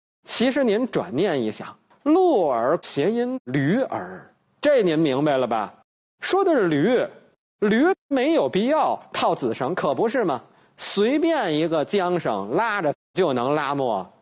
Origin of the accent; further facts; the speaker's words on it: China; 对《红楼梦》这书啊，我们中国人不会陌生。